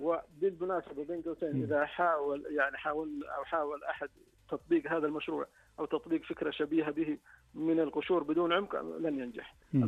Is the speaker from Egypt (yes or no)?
no; Saudi Arabia; عندنا في السعودية